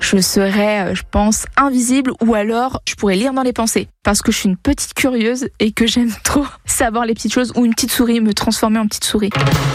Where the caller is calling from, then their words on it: Dormans, Grand Est, France; Je sais que je suis de Dormant parce que les gens sont toujours surpris quand je dis que je suis Dormant. On est des dormanistes